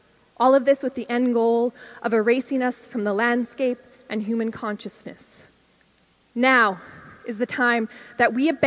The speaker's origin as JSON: {"language": "English", "region": "Alberta", "country": "Canada", "said": "I come from this territory. I come from a place called Treaty 8 in northern Alberta, where in Canada, Indigenous people represent about 4% of the population, or 1.4 million people. My people are known as the Athabasca Chipewyan First Nation, which is a colonial name."}